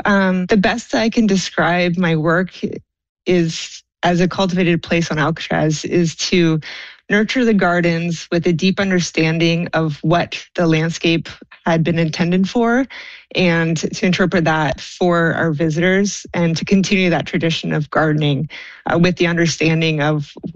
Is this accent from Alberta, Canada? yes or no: no; Chepstow, Ontario, Canada; moved away as an adult; Yeah, I'm actually from Canada in a very rural town of 200 people called Chepstow, Ontario, up by Lake Huron.